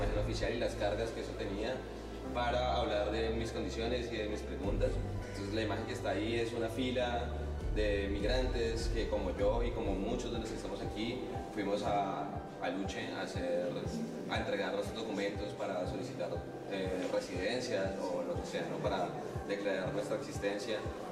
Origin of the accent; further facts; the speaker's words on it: Colombia; moved away; soy colombiano y estoy aquí hace unos 4 años, este año.